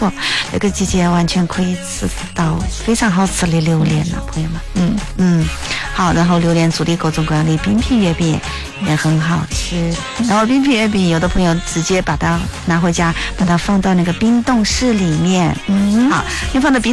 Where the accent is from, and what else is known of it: China